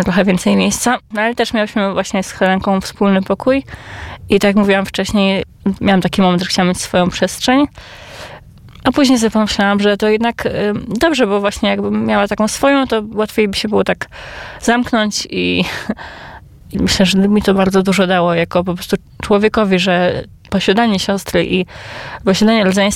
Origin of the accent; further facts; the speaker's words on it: Libiąż, Lesser Poland, Poland; My pochodzimy z Libiąża, to jest mała miejscowość między Krakowem a Katowicami w Małopolsce Zachodniej.